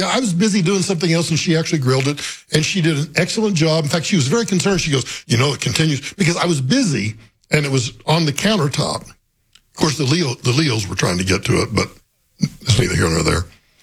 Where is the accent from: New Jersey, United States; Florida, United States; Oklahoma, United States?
Oklahoma, United States; Guymon; No, Liberal, Kansas isn't my hometown. Guymon, Oklahoma is. But that's a town about 40 miles north of where I grew up.